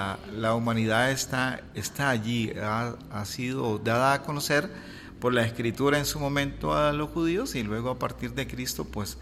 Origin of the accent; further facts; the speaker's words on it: Nicaragua; yo soy de origen nicaragüense, ¿verdad? Nacido hace 6 décadas atrás